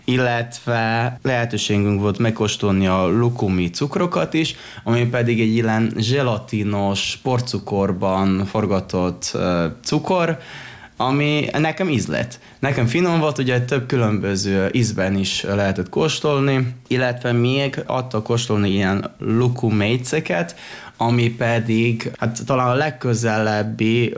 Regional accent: Prekmurje, Slovenia; Voltunk mi, mint muravidékiek, magyarok

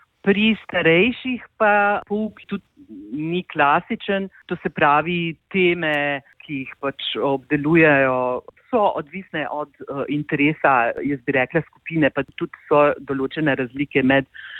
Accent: Tuzla, Federation of Bosnia and Herzegovina, Bosnia & Herzegovina; jaz sicer prihajam iz Tuzle, študirala sem pa angliščino in francoščino v Ljubljani. Ne? In sem članica lokalne skupnosti slovenske v Tuzli

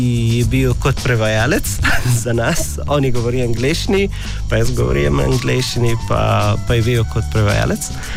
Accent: Sanaa, Amanat Al Asimah, Yemen; born there; Slovenian is a second language; moved away; also born or lived in Egypt / Gaza; Sem rojen v Jemnu, v Sana, pa pol vojne je začetek v Jemen, pa sem dobil neki bolet, pa zato smo šli van, jaz pa moja družina, od Jemen do Egipt

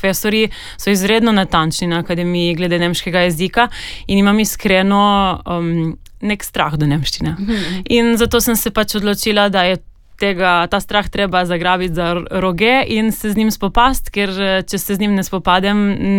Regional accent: Slovenian Littoral, Slovenia; ker nisem bila skozi življenje v stiku z nemščino, sem iz Primorske.

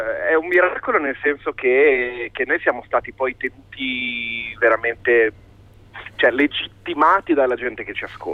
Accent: Milan, Lombardy, Italy; also born or lived in Genoa; te lo dico da milanese, tra l'altro, da nato e cresciuto a Milano

